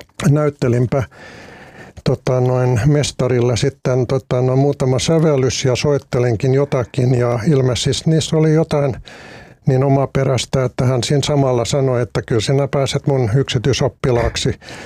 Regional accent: Salo, Southwest Finland, Finland; Finnish is a second language; also born or lived in Helsinki / Turku; minut adoptoitiin vuoden vanhana ja siirryn sitten Helsingistä asumaan tuonne nykyistä Saloa edustava. Se oli silloin vielä Halikkoa Salosta vähän Turkuun päin olevaan maatilaan asumaan ja sitten kävin vähän aikaa ruotsinkielistä kansakoulua Turussa, kun en osannut suomea paljonkaan

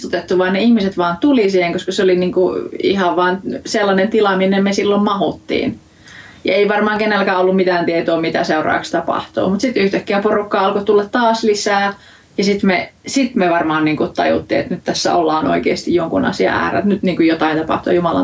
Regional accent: Oulu, North Ostrobothnia, Finland; tuun Oulusta.

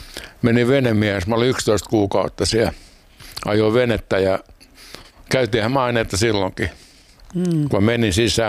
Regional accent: Helsinki, Uusimaa, Finland; born there; Joo, mä oon syntynyt Helsingissä.

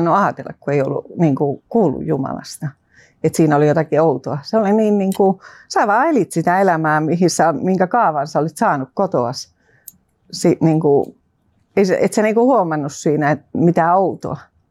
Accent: Lahti, Päijät-Häme, Finland; now in Tampere, Finland; Mä oon Tampereelta. Kotosin Lahdesta. Tai mun vanhemmat ja veljet ja siskot asuu siellä ja mä oon asunut Tampereella parikymmentä vuotta.

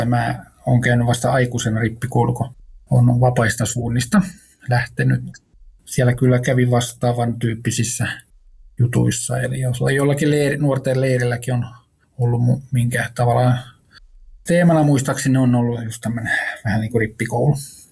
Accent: Pori, Satakunta, Finland; born there; moved away; olen syntynyt Porissa, mistä on ollut pois yli 30 vuotta, mutta nyt sitten palannut juurilleni ja täällä on Porissa paljon sukua ja, tai Satakunnassa enemmänkin

